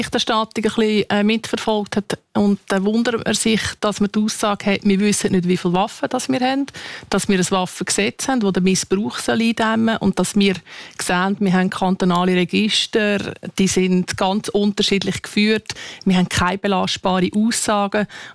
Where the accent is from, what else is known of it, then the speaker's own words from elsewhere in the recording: Aargau, Switzerland; Ja, ich bin im Aargau aufgewachsen.